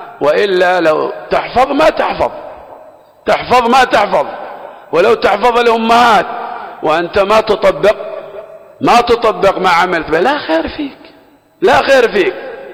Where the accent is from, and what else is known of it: Aden, Yemen